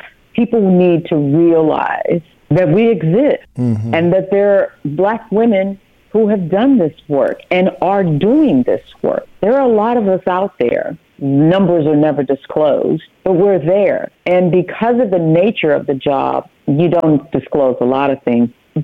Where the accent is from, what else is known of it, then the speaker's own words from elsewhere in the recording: St. Louis, Missouri, United States; moved away as an adult; also born or lived in Palestine, Texas / Atlanta, Georgia; And we moved to St. Louis, where I grew up and lived and stayed until I went off to college.